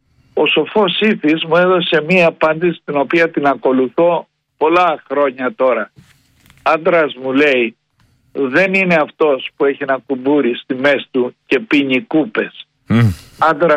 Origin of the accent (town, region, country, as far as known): Crete, Greece